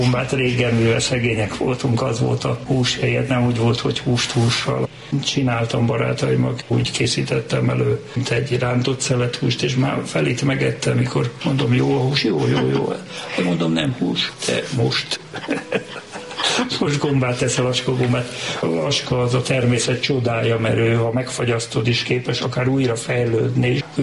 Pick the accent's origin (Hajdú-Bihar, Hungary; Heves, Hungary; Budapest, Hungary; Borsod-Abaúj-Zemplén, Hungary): Budapest, Hungary; 47-ben születtem Budapesten, egy pincelakásban éltem 10 évig szüleimmel.